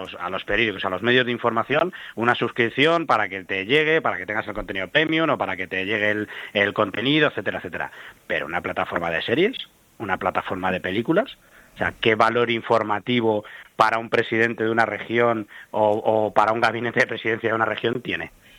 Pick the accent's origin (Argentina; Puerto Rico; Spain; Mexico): Spain; porque el problema es que como los españoles somos tontos y no nos movemos y no nos quejamos y no decimos absolutamente nada